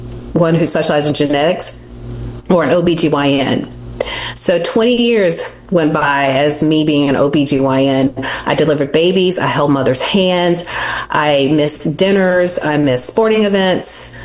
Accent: South Carolina, United States; I grew up in South Carolina in a house full of boys.

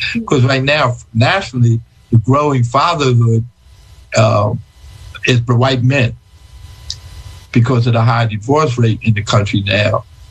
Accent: Philadelphia, Pennsylvania, United States; So I said, look, I'm walking to Harrisburg. I'm from Philadelphia and all that.

